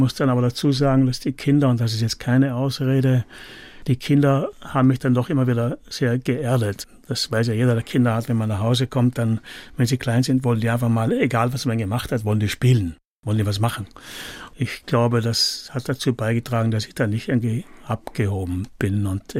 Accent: Iran; Aber sicher, wir sind auch geprägt durch den starken, gerade im Iran, wo ich aufgewachsen bin, damals bundesdeutschen Tourismus, der war sehr stark.

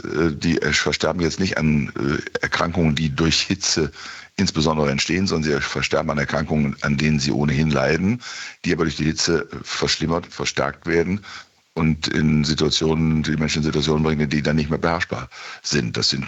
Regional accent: Bielefeld, North Rhine-Westphalia, Germany; in meiner Heimatstadt Bielefeld

